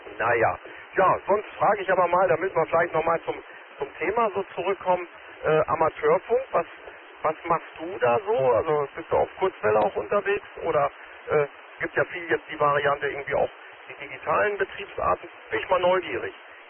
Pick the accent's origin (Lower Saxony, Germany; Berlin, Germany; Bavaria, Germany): Lower Saxony, Germany; Bokeloh; ich habe immer noch einen guten Bekannten in meiner alten Heimat in Bokelo